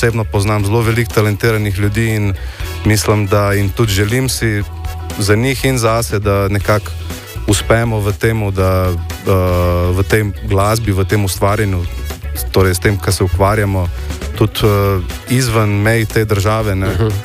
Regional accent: Ljubljana, Central Slovenia, Slovenia; born there; sem rojen v Ljubljani.

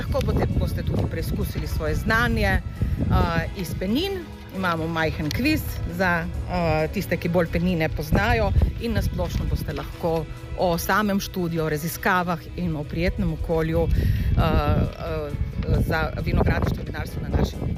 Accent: Vipava Valley, Slovenia; ker prihajam z Vipavske doline

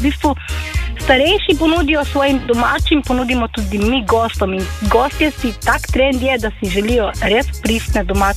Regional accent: Littoral, Slovenia; now in Prlekija, Slovenia; kot Primorka, ker sem se preselila v Prlekijo, sploh nisem vedela, da obstaja mlin na veter

